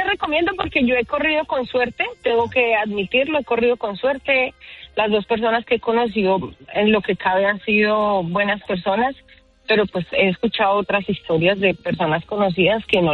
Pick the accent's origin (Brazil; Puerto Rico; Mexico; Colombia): Colombia; now in United States; Yo soy colombiana, llegué de Colombia.